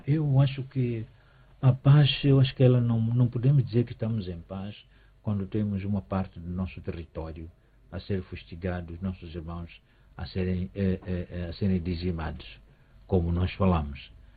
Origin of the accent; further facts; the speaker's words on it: Mozambique; E nós, todos como moçambicanos